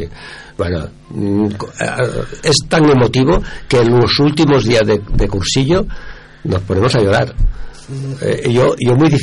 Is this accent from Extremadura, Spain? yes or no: yes; Extremadura, Spain; Porque la mayoría, los que venimos aquí, pues es que eres andaluz, ¿no? Yo soy extremeño.